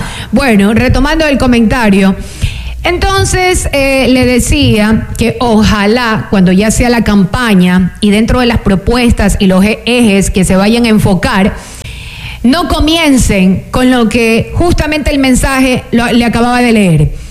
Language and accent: Spanish; La Libertad, Santa Elena, Ecuador; al menos yo tengo mis 37 años que voy a cumplir, los he tenido aquí en el Cantón La Libertad, sí, vivo aquí, soy oriunda de aquí